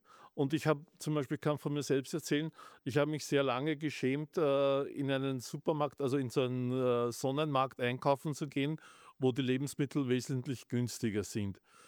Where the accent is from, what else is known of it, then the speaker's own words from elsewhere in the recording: Stadtschlaining, Burgenland, Austria; also born or lived in Vienna; Ich komme aus dem Burgenland, also in Stadt Schleining, dort wo auch die Friedensburg zu Hause ist. Habe lange Zeit in Wien gelebt, bin dann ins Burgenland gezogen.